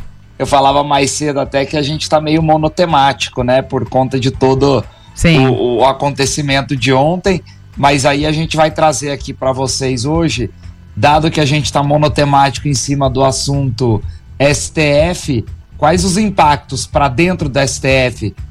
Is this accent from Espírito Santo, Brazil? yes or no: no; São Paulo, Brazil; now in Belo Horizonte, Brazil; Ontem saí de São Paulo, parece que quando a gente sai do habitat natural, as coisas acontecem, né?